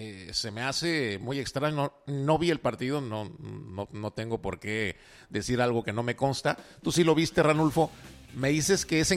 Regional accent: Mexico; Pero para nosotros como mexicanos

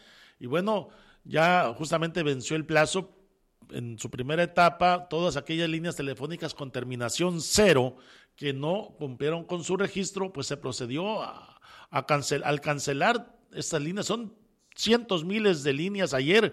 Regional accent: Mexico

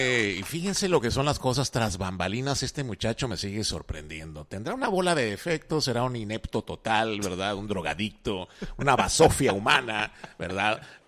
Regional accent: northern Mexico, Mexico; es parte de nuestra tradición como norteños.

